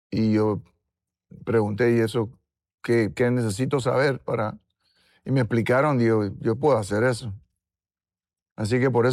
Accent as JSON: {"language": "Spanish", "country": "Panama", "said": "Entonces, yo comencé a mirar hacia adentro y a ver a Panamá, a verme a mí como panameño, ¿no?"}